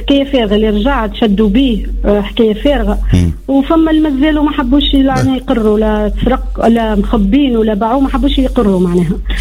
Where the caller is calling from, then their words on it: Sfax, Sfax Governorate, Tunisia; معك مواطنة من الساقس.